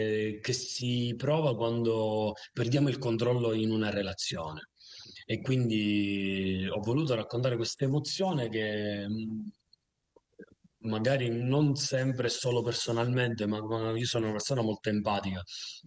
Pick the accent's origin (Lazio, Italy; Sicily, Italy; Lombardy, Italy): Sicily, Italy; Priolo; io sono in un paesino, nel mio paesino che si chiama Priolo ed è in provincia di Siracusa, quindi sul versante ionico della Sicilia sud-orientale